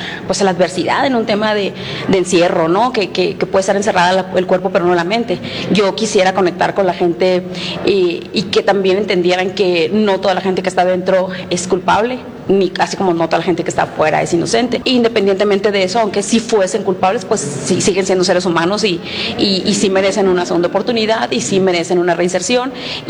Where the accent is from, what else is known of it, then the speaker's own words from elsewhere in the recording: Hermosillo, Sonora, Mexico; vengo de Hermosillo, Sonora, en la jornada sonorense